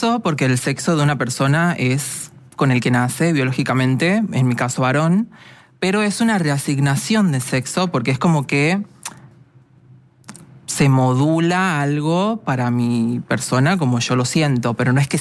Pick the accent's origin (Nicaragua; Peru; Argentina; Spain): Argentina; Tafí Viejo, Tucumán; born there; moved away as an adult; now in Buenos Aires, Argentina; Yo nací en Tucumán, sí, en la ciudad de Tafí Viejo, y a los 21 años, me vine a Buenos Aires, sí, con mi pareja.